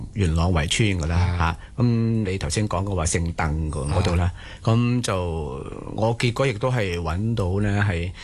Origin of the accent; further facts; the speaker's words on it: Guangdong, China; 咁如果係我哋廣府人嚟講咧，就似乎係聽鹹水歌咧，就會係接近啲喎。